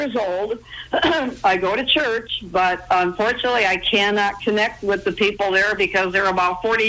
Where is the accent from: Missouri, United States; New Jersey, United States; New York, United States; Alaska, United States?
Alaska, United States; now in California, United States; Well, kind of. I came from Alaska. Yeah. Well, I've been in California 9 years, but I came from Alaska.